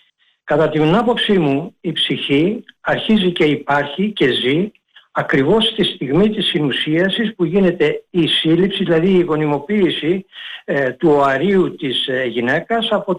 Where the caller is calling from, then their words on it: Piraeus, Attica, Greece; Καλησπέρα σας … από Πειραιά, από Καμίνια.